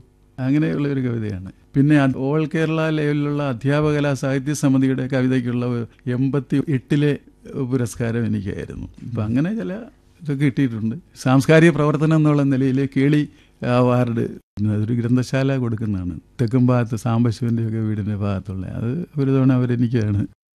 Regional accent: Karunagappally, Kerala, India

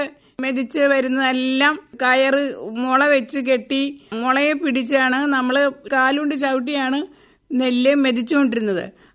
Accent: Ernakulam, Kerala, India; now in Kuruppanthara, India; എന്റെ സ്വന്തം സ്ഥലം എറണാകുളമാണ്. അവിടെയാണ് ജനിച്ചു വളർന്നത്.

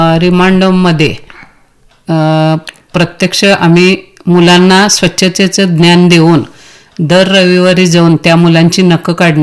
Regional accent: Maharashtra, India

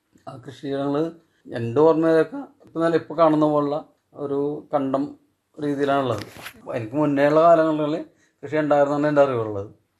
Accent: Kochi, Kerala, India; ബോൾഗാട്ടി സ്വദേശിയാണ്. ഞങ്ങളുടെ കാരണന്മാരായിട്ട് ഇവിടെ തന്നെ ജനിച്ചു നോക്കാറ്. മുളവാട് പഞ്ചായത്ത് എന്നുള്ള തെക്കേ അറ്റത്ത് ബോൾഗാട്ടി

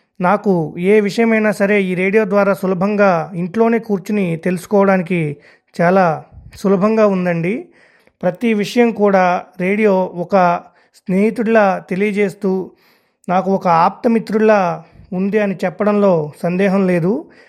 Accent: Ramannapalem, Andhra Pradesh, India; మా ఊరు రామన్నపాలెం గ్రామం, కామవరపుకోట మండలం, ఏలూరు జిల్లా.

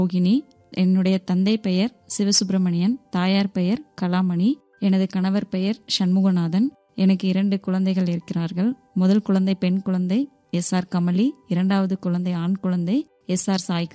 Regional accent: Palani, Tamil Nadu, India; என்னுடைய சொந்த ஊர் பழனி. நான் பிறந்து வளர்ந்தது எல்லாமே வந்து பழனி தான். பழனி வந்து எனக்கு ரொம்ப பிடிச்ச ஊர்.

